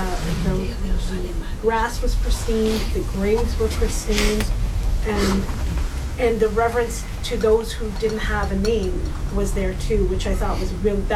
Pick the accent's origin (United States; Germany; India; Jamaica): Germany; moved away; I was born in 68, but my mother was born in 35. The Germans, I grew up in Germany in the 70s. I've lived here most of my life, but in the 70s I was aware of it.